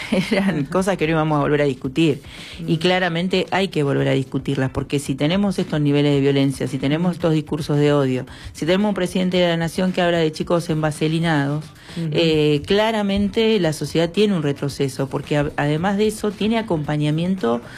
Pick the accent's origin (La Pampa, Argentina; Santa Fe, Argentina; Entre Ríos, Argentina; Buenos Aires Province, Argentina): La Pampa, Argentina; General Pico; ahora soy Villa Alonso, sí, pero siempre, o sea, nací en el Molino de General Pico